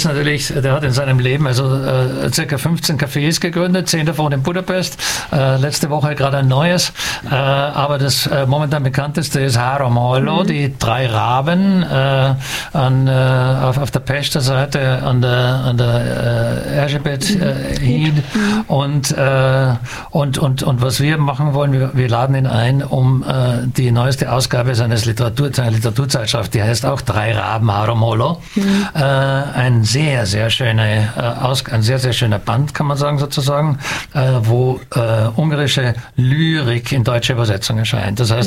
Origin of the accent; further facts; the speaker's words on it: Graz, Styria, Austria; Ich bin Grazer